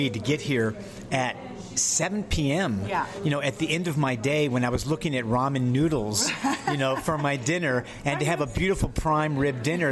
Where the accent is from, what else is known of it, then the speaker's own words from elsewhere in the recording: Los Angeles, California, United States; I'm from Los Angeles, and again, I've been on this road for 50 miles